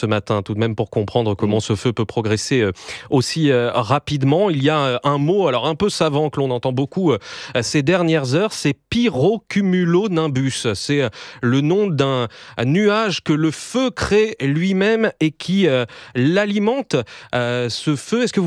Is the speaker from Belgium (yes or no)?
no; France